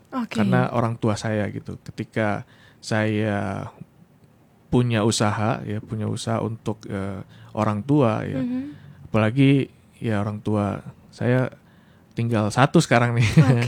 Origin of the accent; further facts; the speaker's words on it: Padang, West Sumatra, Indonesia; Saya ini dari Padang, dari Sumatera Barat, anak Sumatera. Minang.